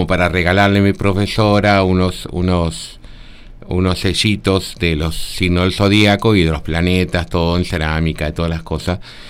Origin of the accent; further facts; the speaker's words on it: Luján, Buenos Aires Province, Argentina; Sí, soy de Luján.